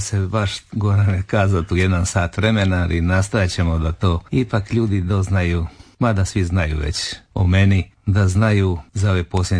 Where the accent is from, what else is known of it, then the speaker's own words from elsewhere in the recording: Croatia; Uspio sam da preplivam kao prvi Hrvat.